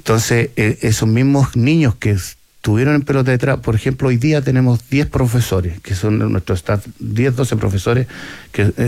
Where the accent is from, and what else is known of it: Chile